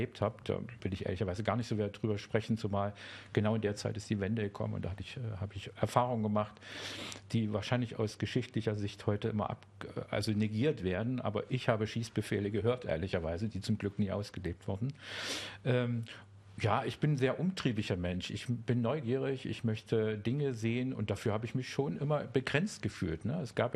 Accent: Germany; now in Berlin, Germany; Ich bin in der DDR groß geworden

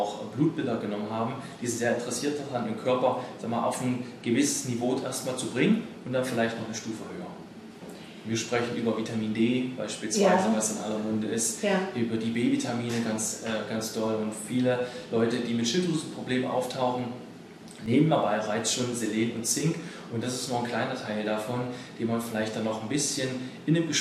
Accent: Halle, Saxony-Anhalt, Germany; Ich komme aus Halle und hatte halt in dem Umkreis geschaut, was ist so eine halbe Stunde bis 40 Minuten von meinem Wohnort entfernt.

